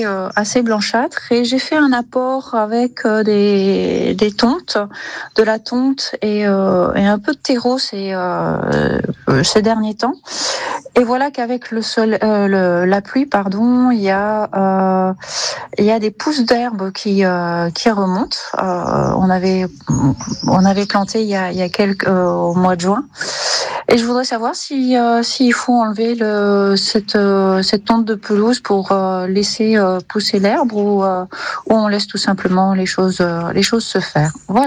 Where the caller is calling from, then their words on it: Le Faouët, Brittany, France; Bonjour, voilà … du Faouët.